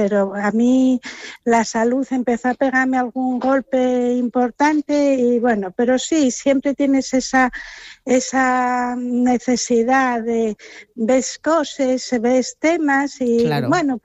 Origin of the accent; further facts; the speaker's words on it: Asturias, Spain; Yo estoy enamorada de la mi Asturias del alma y estoy enamorada sobre todo de toda la gente asturiana, que somos